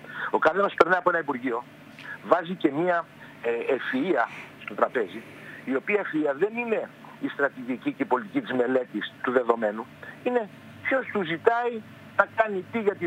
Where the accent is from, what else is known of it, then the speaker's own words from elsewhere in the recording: Kastellorizo, South Aegean, Greece; Είμαι και εγώ νησιώτης από το Καθελόριζο.